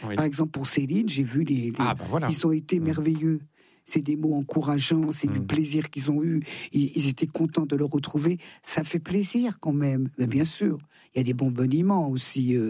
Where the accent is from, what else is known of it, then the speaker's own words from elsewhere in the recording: Thonon-les-Bains, Auvergne-Rhône-Alpes, France; Ah oui, je chante dans ma ville natale, la basilique Saint-Hippolyte.